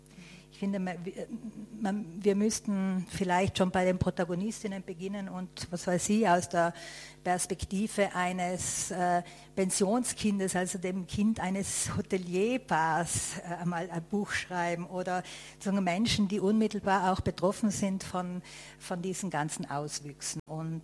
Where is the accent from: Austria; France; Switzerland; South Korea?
Austria; Tyrol; Das ist mein Recht als Tirolerin.